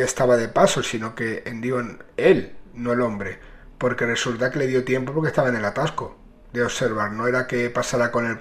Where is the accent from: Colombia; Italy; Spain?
Spain; Catalonia; soy catalán